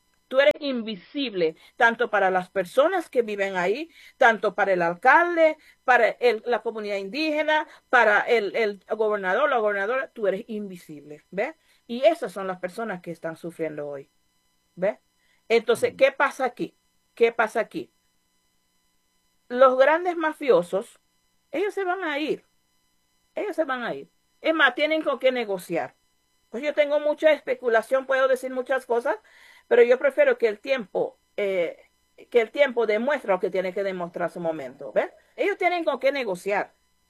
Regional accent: Bolívar, Venezuela; Pueblo Pemón. ¿Cuántos de nosotros estamos preparados para empleo?

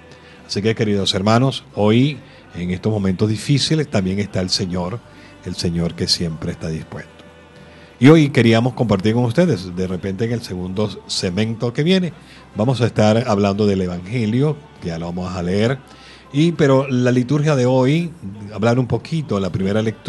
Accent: Venezuela; Todos los venezolanos tenemos ese gran don de hospitalidad

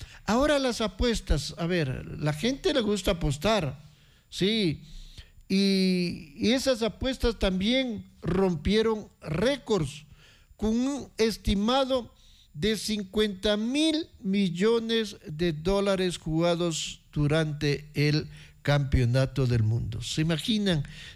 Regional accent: Ecuador; Bastante noveleros somos los ecuatorianos, no hay nada que hacer.

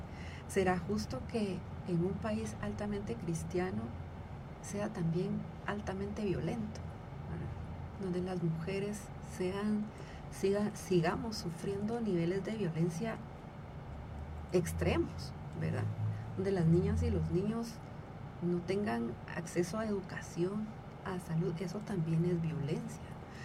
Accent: Guatemala; Yo soy cristiana, pero antes de cristiana soy guatemalteca, ¿verdad? Vivo en una comunidad.

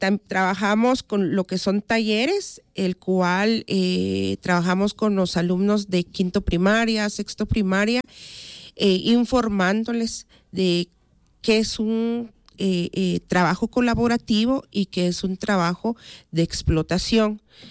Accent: Guatemala; como guatemaltecos pues nos basamos a través de la Constitución y el Código de Trabajo

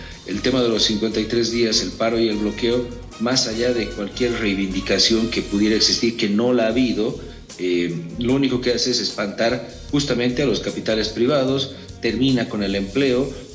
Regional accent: Bolivia

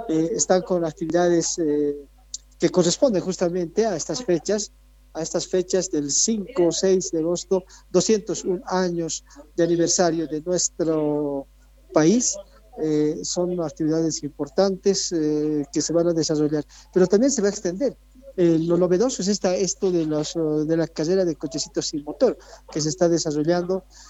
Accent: Bolivia; ¿Alguna urgencia, alguna situación que está preocupando, que nos debería preocupar como bolivianos?

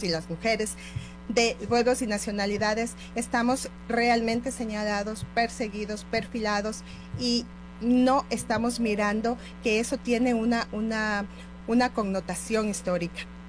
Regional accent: Ecuador; Yo soy ecuatoriana

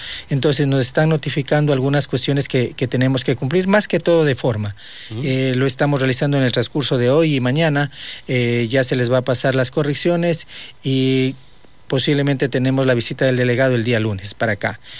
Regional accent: Lago Agrio, Sucumbíos, Ecuador; somos de aquí del Aguario, somos de Sucumbíos

